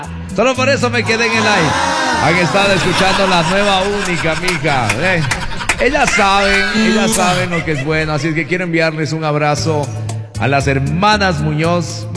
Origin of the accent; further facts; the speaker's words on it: Mulaló, Cotopaxi, Ecuador; me voy a Mulaló, es el cambio de mando. Me voy a mi tierra, digo. Me voy a mi tierra. Voy a estar en Mulaló en el cambio de mando.